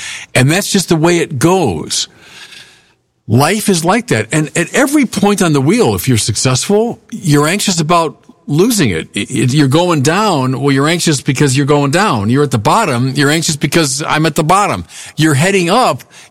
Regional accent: Chicago, Illinois, United States; I'm from Chicago, like Lake Michigan, which is like inland sea.

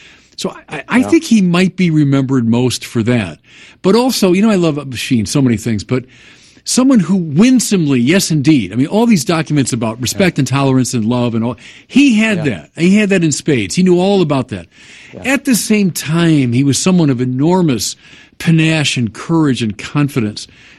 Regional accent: United States; both as an American who reverences the First Amendment and as a Catholic who reverences Dignitatis Humanae

